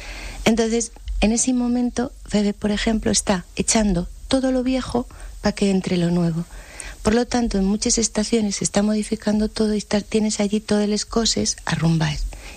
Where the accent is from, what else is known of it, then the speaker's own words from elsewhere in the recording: Mieres, Asturias, Spain; en la zona de donde yo soy de Mieres.